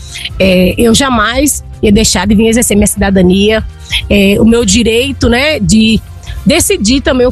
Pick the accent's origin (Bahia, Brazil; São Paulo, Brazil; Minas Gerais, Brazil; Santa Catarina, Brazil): Bahia, Brazil; Serra do Ramalho; moved away as an adult; now in Bom Jesus da Lapa, Brazil; o futuro da minha cidade, onde eu nasci, cresci.